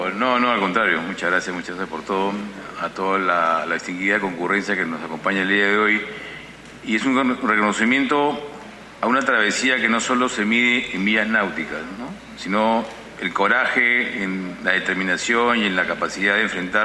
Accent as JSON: {"language": "Spanish", "country": "Peru", "said": "todos los peruanos debemos tener interiorizado como visión de país"}